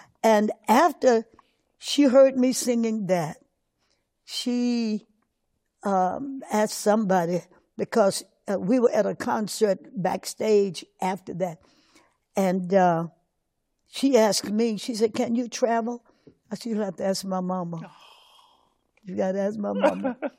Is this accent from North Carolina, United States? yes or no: yes; Durham, North Carolina, United States; moved away; I was living in Durham, North Carolina, born and raised in Durham.